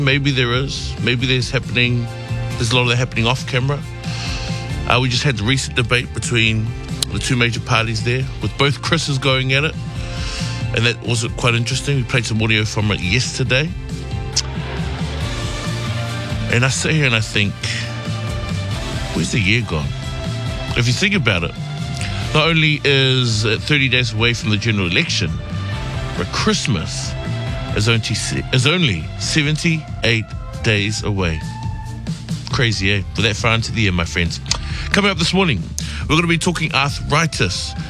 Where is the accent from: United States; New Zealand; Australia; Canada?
New Zealand; Auckland; so I'm from Auckland